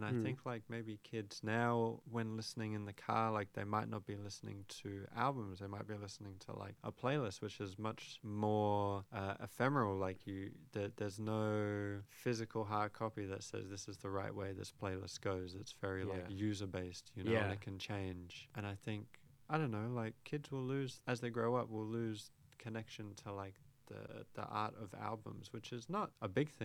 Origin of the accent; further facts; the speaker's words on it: Brisbane, Queensland, Australia; moved away as an adult; also born or lived in London / England; now in Taipei, Taiwan; I spent like from 6 to 23 in Brisbane, so I think that's where like my most formative years were. But it's hard to really say where I'm from. So I usually just say I grew up in Brisbane.